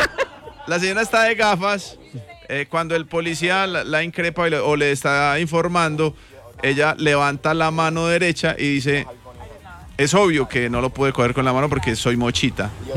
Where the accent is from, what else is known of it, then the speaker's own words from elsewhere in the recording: Colombia; Pero en el fondo todos somos colombianos, somos gente que vivimos a una sombrilla de este país, de esta bandera.